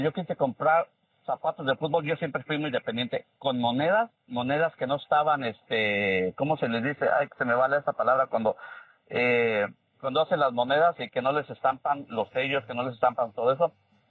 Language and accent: Spanish; Tepotzotlán, State of Mexico, Mexico; en el pueblo donde yo crecí, crecí ahí en Tepoztlán, sí había campos de fútbol, pero estaban a las afueras